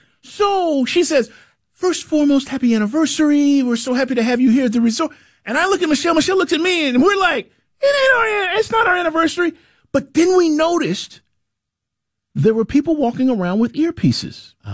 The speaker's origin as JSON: {"language": "English", "town": "Atlanta", "region": "Georgia", "country": "United States", "said": "oh, we're from Atlanta."}